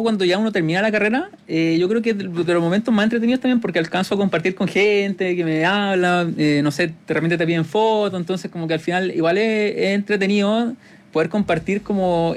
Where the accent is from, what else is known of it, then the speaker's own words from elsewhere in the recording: Chile; a nivel como seleccionado chileno